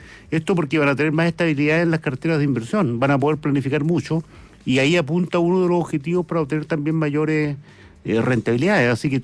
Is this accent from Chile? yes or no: yes; Chile; yo como ciudadano chileno ya ahora pienso cuánto me gustaría que hubiera más inversión en Chile